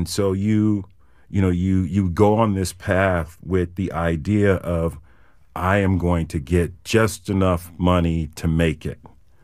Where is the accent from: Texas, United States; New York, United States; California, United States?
California, United States; San Diego; the San Diego that I grew up